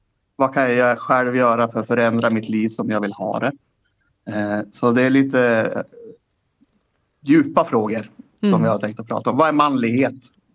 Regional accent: Bjärme, Jämtland County, Sweden

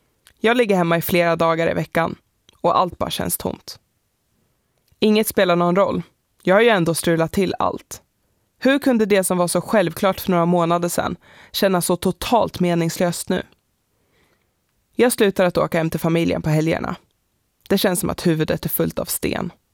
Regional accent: Gävle, Gävleborg County, Sweden; moved away; Hemma i Gävle hade jag alltid varit den längsta tjejen på planen.

